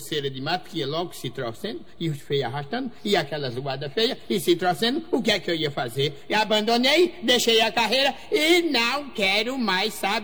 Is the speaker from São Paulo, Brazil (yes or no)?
no; Caruaru, Pernambuco, Brazil; Já, lá na minha terra, no Caruaru, eu era barbeiro na barbearia de Zé Careca.